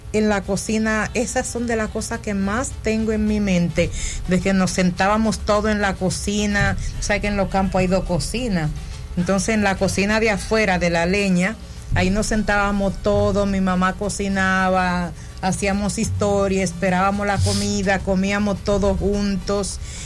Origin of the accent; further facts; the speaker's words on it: Higüey, La Altagracia, Dominican Republic; los demás nacieron allá en el campo, en Hato de Mana. Pero igual me crié ahí y no recuerdo bien si fue a los 14 años que salí o antes a vivir nuevamente para Higüey.